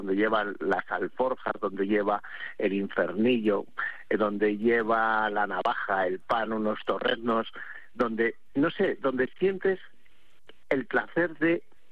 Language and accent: Spanish; Castile and León, Spain; also born or lived in Madrid; Pero hombre, ¿cómo no lo voy a conocer si es mi tierra? Si es que yo me crié tirando cantos a los del pueblo de arriba, a los de la Navasequilla y los de la Lastra me tiraban cantos a mí